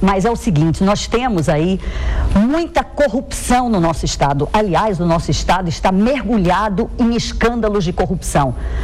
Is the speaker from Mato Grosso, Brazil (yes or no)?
yes; Mato Grosso, Brazil; O rio Cuiabá, o nosso rio, eu sou mato-grossense